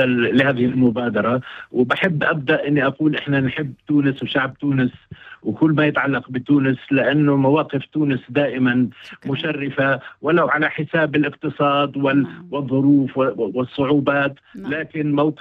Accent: Amman, Amman Governorate, Jordan; إحنا من أصول فلسطينية لكن والدي من 55 يعني قبل احتلال الضفة الغربية انتقل لعمان بحكم عمله، وأنا يعني نشأت في صباي في عمان وما زلت في عمان

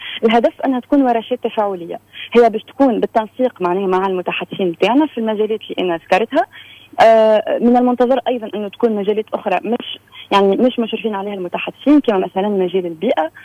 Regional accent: Djerba, Medenine, Tunisia; فريت أنا أنه خلافا أنه أنا ابنة جربة، جربة فعليا هي جزيرة

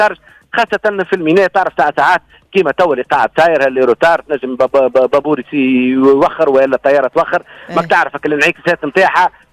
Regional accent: Tunisia; moved away; البلد الأم اللي هي بلادنا تونس

